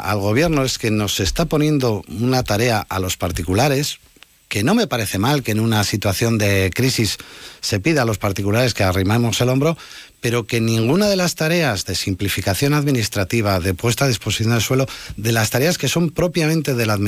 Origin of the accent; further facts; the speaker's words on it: Navarre, Spain; como todos nosotros, como toda Navarra, somos mayores